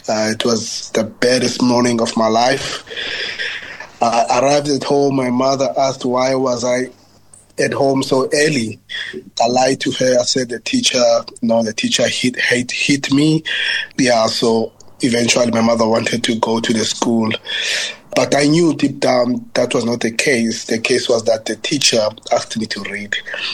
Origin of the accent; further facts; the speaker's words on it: Ilitha Park, Eastern Cape, South Africa; Growing up in Ilitha Park, Ilitha Park is a suburb in South Africa that was catered for people that were working for the government.